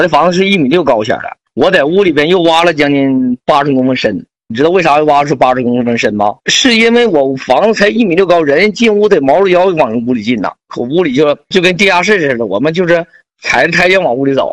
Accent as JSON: {"language": "Chinese", "town": "Yushu", "region": "Jilin", "country": "China", "tie": "born or raised there", "said": "我说我的家乡是吉林省榆树市大坡镇的，我们那个地方本身就是大坡古城，是辽金时代一个小城市。因为我这个生在农村长在农村哈"}